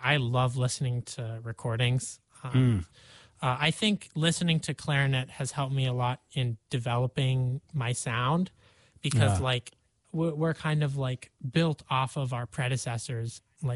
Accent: Vermont, United States; given that I'm from Vermont, I like to take walks. I like to ski. I like to hike.

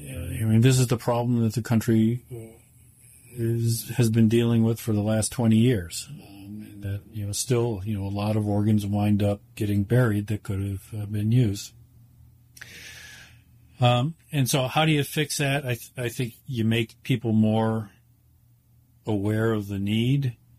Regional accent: Buffalo, New York, United States; moved away; I grew up in Buffalo. My parents are still there.

